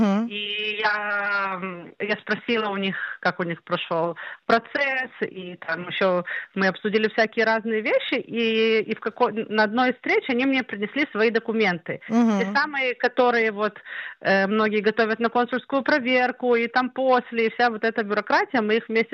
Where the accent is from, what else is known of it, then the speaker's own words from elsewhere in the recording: Ukraine; now in Israel; Я сама репатрировалась с Украины